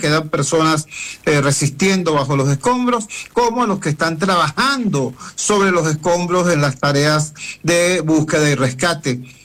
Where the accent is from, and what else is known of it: Venezuela; now in Caracas, Venezuela